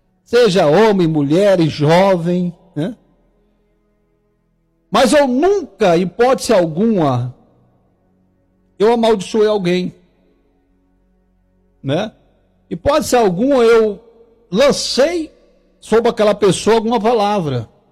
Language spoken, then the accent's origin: Portuguese; Tocantins, Brazil